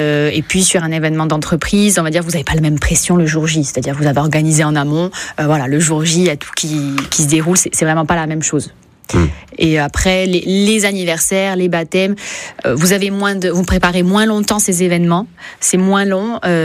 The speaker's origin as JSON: {"language": "French", "town": "Porto-Vecchio", "region": "Corsica", "country": "France", "tie": "born or raised there", "moved": "yes", "lives_now": "Ajaccio, France", "said": "moi, je suis originaire de Porto Vic, donc voilà, j'aime beaucoup le sud. Je vis à Ajaccio, mais bien évidemment, je me déplace dans toute la Corse."}